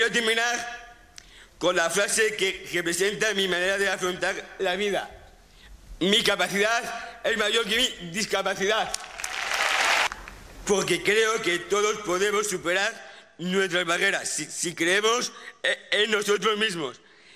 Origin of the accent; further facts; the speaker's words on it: Extremadura, Spain; Nacer y crecer aquí nos enseña el valor de la humildad y del trabajo constante. Por eso llevo el nombre de Extremadura por todo el mundo con la cabeza bien alta.